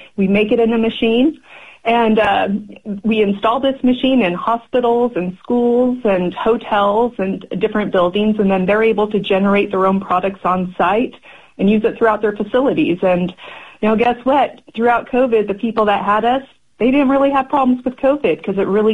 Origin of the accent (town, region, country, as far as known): Idaho, United States; born or raised there